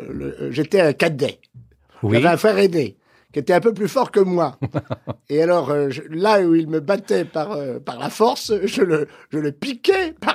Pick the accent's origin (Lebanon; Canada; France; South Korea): France; Donc, je suis français, n'est-ce pas?